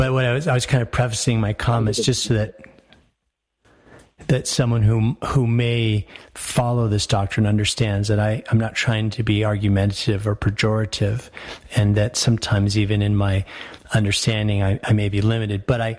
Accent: Denver, Colorado, United States; moved away as an adult; now in Northern Colorado, United States; I loved growing up in Denver, of course, in the, you know, the 70s, I grew up in Denver. It was a much smaller place.

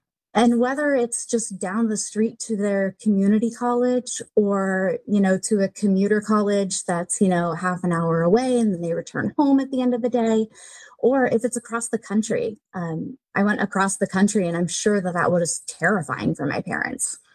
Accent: Texas, United States; moved away as an adult; also born or lived in Georgia / Florida; now in California, United States; I was born in Georgia. I grew up in Texas. I am the oldest of 9 kids.

